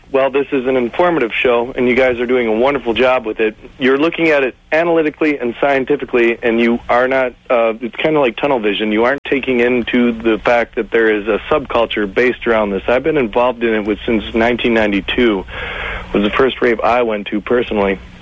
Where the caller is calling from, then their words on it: Michigan, United States; I'm calling from Michigan, which is the birthplace of techno